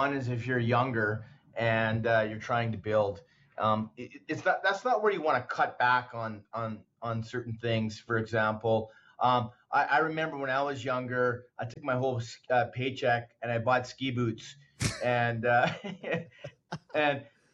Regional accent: Sturgeon County, Alberta, Canada; up in Sturgeon County, where I grew up in Northern Alberta

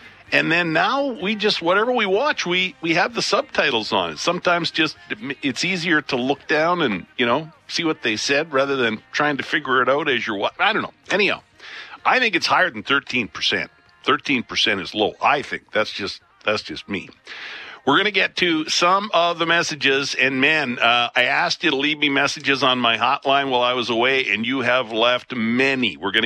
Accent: Lethbridge, Alberta, Canada; when I used to play the 9-hole par 3 course where I grew up in Lethbridge

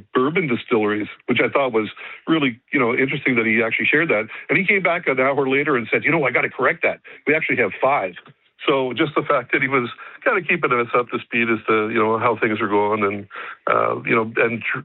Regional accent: Canada; there's an accent that's detected sometimes. I would say it's the reverse, that we kind of pick up on an accent before they do. But, often it's not long before they've, you know, kind of picked us out as being Canadian.

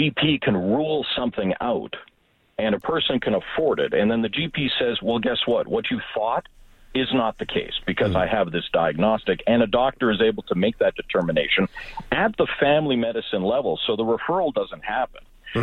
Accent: Alberta, Canada; Well, I grew up in Alberta, but we were living in Newfoundland at the time.

